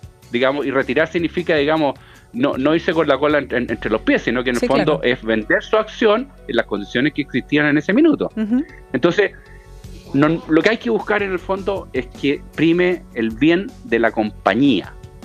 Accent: Chile

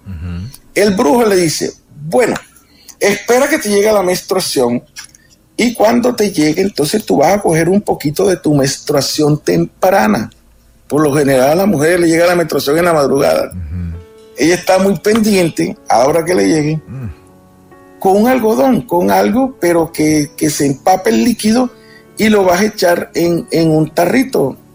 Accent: Colombia; como hablamos acá en mi tierra, ya en Colombia

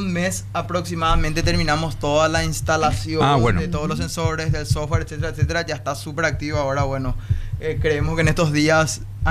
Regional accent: Paraguay; Somos una empresa paraguaya, somos paraguayos

